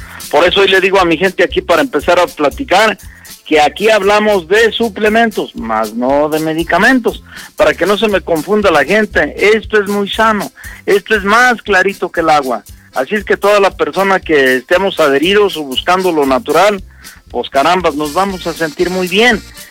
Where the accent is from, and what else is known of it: Mexico